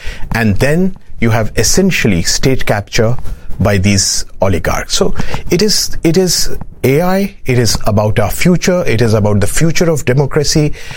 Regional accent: India

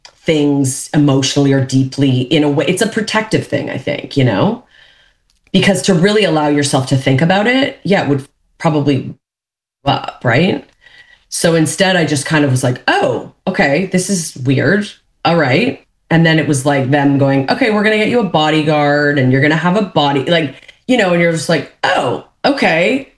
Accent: Canada; because of my childhood and the way I was raised and the, and being Canadian, like I weirdly didn't really even process it.

